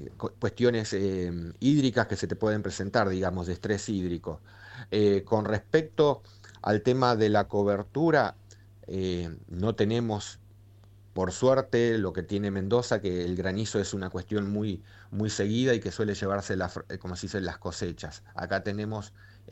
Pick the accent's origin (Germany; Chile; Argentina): Germany; como buen alemán cabeza dura, lo quiero.